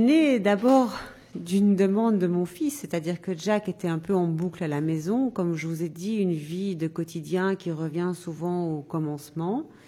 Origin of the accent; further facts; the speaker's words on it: Belgium; Un cuistax chez nous en Belgique.